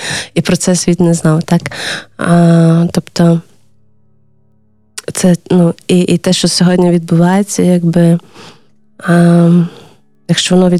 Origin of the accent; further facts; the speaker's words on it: Zakarpattia Oblast, Ukraine; я з Закарпаття